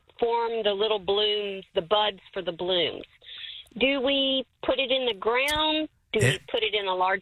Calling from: Marble Falls, Texas, United States; Marble Falls, Texas.

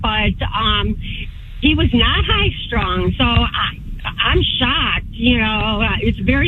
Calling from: Ohio, United States; Well, I'm from Ohio, so.

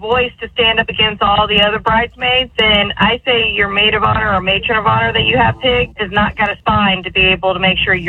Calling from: Enid, Oklahoma, United States; I'm from Enid

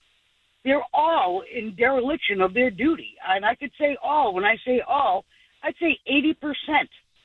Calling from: United States; as an American, you know, average middle class

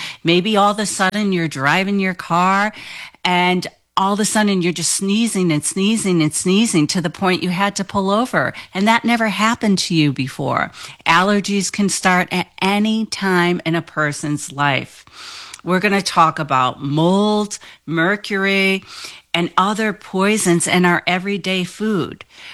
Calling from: East Providence, Rhode Island, United States; from East Providence.

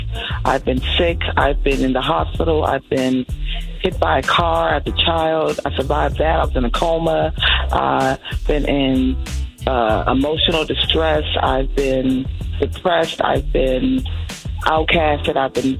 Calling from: Baltimore, Maryland, United States; calling from Baltimore, Maryland.

